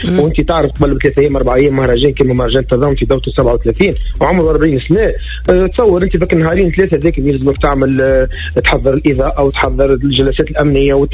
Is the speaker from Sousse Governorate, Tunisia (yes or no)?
no; Ettadhamen, Ariana Governorate, Tunisia